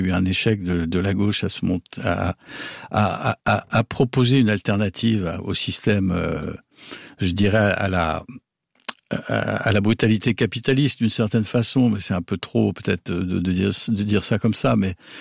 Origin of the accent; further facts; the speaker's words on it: France; je suis français.